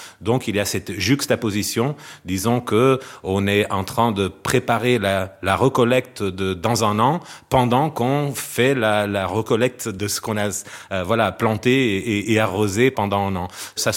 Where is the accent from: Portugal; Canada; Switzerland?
Portugal; French is a second language; moved away as an adult; now in Avignon, France; je reste portugais.